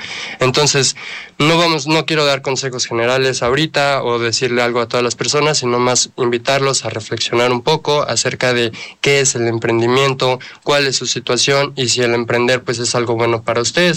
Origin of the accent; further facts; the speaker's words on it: Mexico; como mexicanos, pues la verdad muchas personas les gusta emprender